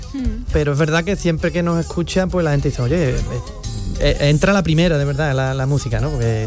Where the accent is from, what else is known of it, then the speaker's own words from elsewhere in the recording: El Cuervo de Sevilla, Andalusia, Spain; Yo soy del Cuervo